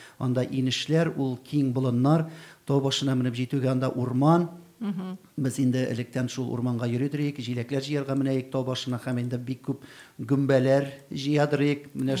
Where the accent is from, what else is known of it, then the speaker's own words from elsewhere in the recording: Tatarstan, Russia; Мин Әлки районыннан.